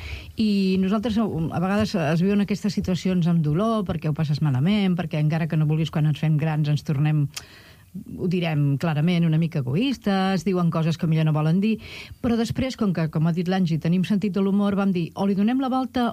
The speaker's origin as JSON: {"language": "Catalan", "town": "Reus", "region": "Catalonia", "country": "Spain", "said": "Cosa que portem de Reus de tota la vida."}